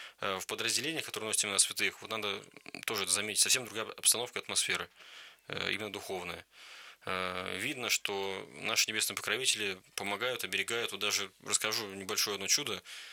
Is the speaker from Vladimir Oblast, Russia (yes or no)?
yes; Kirzhach, Vladimir Oblast, Russia; даже вот в нашем Ногинске или в Киржаче, откуда я родом